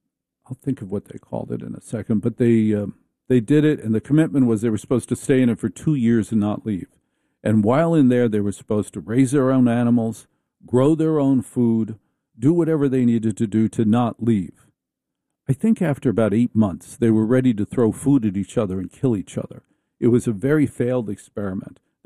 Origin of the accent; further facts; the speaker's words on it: Maplewood, New Jersey, United States; I grew up in Maplewood.